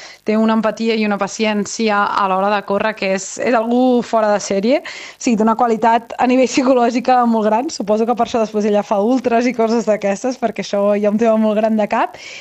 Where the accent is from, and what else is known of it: Vilassar de Mar, Catalonia, Spain